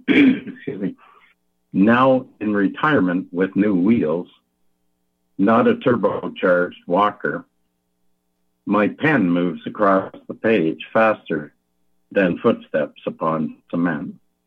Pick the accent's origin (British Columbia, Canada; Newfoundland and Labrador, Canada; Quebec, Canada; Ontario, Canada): Ontario, Canada; Toronto; born there; moved away; also born or lived in Alberta; I was born in Toronto